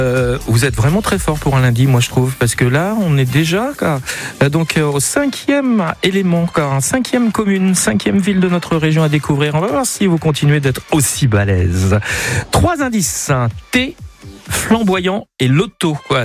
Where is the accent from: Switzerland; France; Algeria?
France; je suis un bon français, moi.